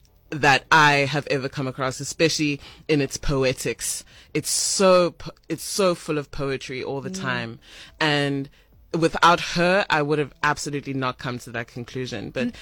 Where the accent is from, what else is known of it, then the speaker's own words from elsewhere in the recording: Johannesburg, Gauteng, South Africa; now in Cape Town, South Africa; Growing up in Jersey, it was such a understanding that Afrikaans was like a white man's language and that I could never access it, especially as a Zulu girl. But when I came to Cape Town